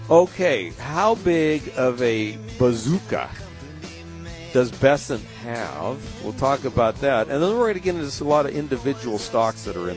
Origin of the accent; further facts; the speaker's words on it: San Diego, California, United States; I'm from San Diego. My father was in the Navy in World War II